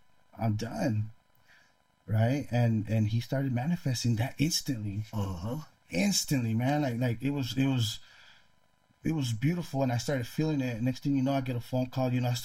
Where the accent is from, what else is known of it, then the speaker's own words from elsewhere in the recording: California, United States; I'm like, I'm not even from out here. I'm from Northern California.